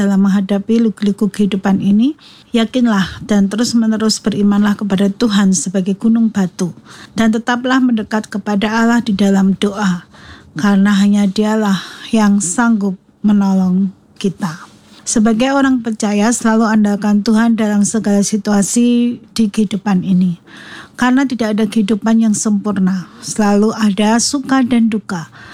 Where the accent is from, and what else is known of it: Indonesia